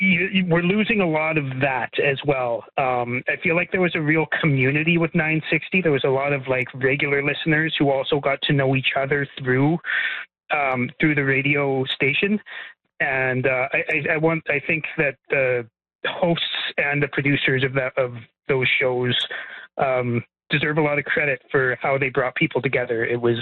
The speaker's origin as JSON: {"language": "English", "region": "Alberta", "country": "Canada", "moved": "yes", "lives_now": "British Columbia, Canada", "said": "Yeah, you know, I'm from Alberta. I live in BC now"}